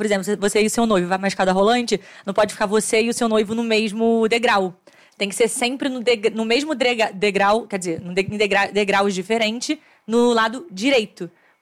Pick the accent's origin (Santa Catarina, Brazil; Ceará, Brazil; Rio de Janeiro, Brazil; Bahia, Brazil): Rio de Janeiro, Brazil; now in São Paulo, Brazil; Porque eu sou do Rio de Janeiro.